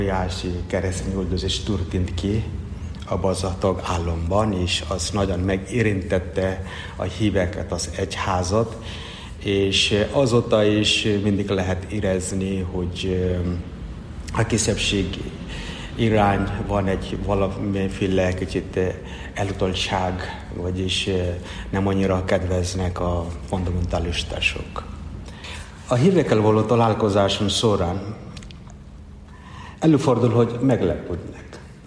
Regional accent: India; Hungarian is a second language; now in Hungary; Indiából származom. Elmúlt 14 éve, hogy itt vagyok Magyarországon, és szolgálok.

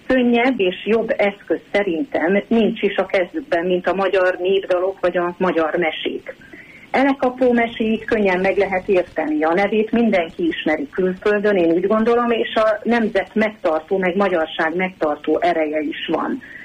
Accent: Kisbacon, Covasna, Romania; Ahogy említettem is, ott születtem Kisbaszonban. Ott nőttem fel, aztán tudatosult bennem, hogy ez egy különleges környezet és családi háttér.

